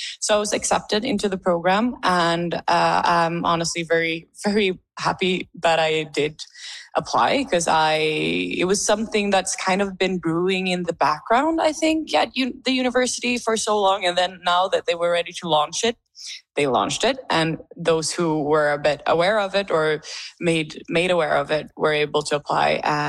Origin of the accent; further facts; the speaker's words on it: Sweden; first language Swedish; English is a second language; since English isn't my first language is Swedish, but I know the importance of language.